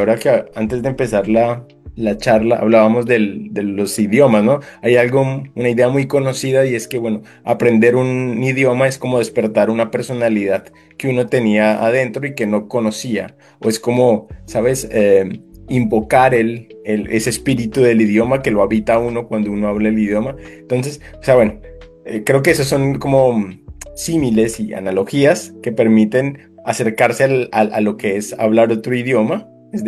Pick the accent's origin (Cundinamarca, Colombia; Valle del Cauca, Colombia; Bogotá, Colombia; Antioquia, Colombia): Bogotá, Colombia; first language Spanish; moved away; Que es muy bogotano, que como que decimos algo y cómo, tal cosa y cómo, pero exageramos muchísimo, muy rolo de donde soy yo.